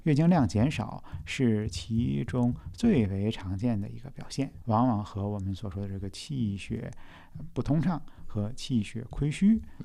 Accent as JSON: {"language": "Chinese", "country": "China", "said": "我们亚洲人，或者说我们中国人"}